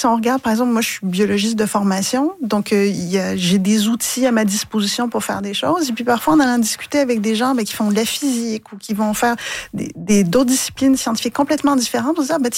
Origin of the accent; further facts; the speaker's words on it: Trois-Rivières, Quebec, Canada; Oui, je suis une diplômée de l'UQTR. J'ai grandi à Trois-Rivières. Donc, c'est un moment, je dirais, particulier pour moi d'y revenir.